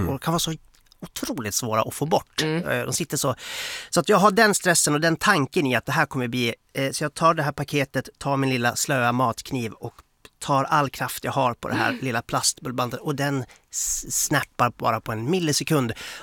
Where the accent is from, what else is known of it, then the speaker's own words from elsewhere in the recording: Stockholm, Stockholm County, Sweden; nej, jag är från Stockholm, jag är här på besök, men hjälp mig.